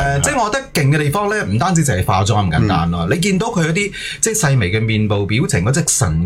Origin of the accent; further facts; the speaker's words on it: Hong Kong; 長大，我住慈雲山嘅